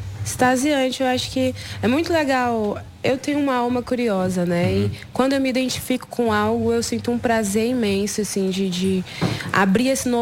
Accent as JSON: {"language": "Portuguese", "region": "Bahia", "country": "Brazil", "tie": "born or raised there", "moved": "as an adult", "said": "Eu só comecei a perceber quando eu saí da Bahia, né? Porque estando ali, crescendo ali, a minha realidade toda era aquela"}